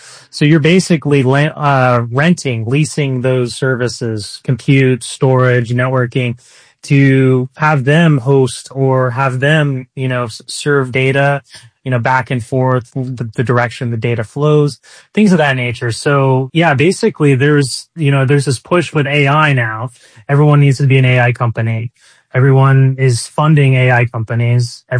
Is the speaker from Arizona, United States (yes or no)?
yes; Arizona, United States; growing up in Arizona, you know, just dealing with hunkering down in the summer or getting in a pool or putting on sunscreen